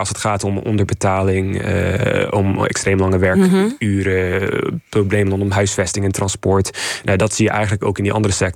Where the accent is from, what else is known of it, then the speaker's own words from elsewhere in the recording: Canada; moved away; ik kom oorspronkelijk uit Canada.